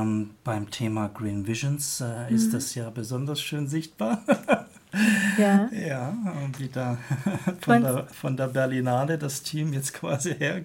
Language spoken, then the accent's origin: German; Baden-Württemberg, Germany; Ich komme selber aus der Nähe von Heidelberg.